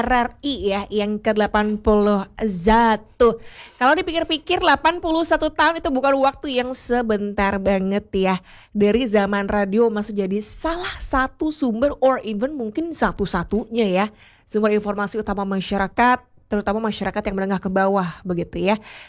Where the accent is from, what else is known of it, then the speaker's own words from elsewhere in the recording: Bali, Indonesia; Kalau kita orang Bali bilangnya, dadong pekak kamu pasti dengerin radio.